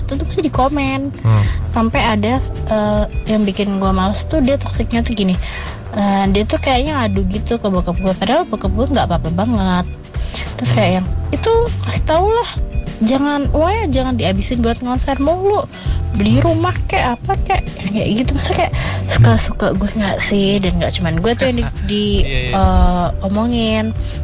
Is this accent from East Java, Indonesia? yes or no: yes; Surabaya, East Java, Indonesia; Karena kebanyakan keluarga bokap gue di Jakarta, kan gue tuh gede posisi di Surabaya kan.